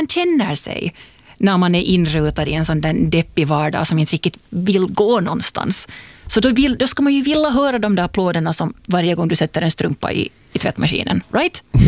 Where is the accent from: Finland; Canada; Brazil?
Finland; Så det är just så som vi finländare vill ha det.